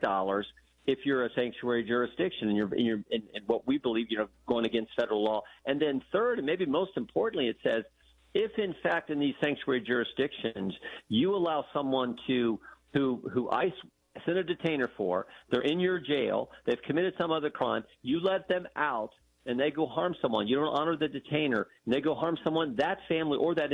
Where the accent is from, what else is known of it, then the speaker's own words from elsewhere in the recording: Ohio, United States; no, I'm, I'm from Ohio. I just went off to the UW for 4 years of college.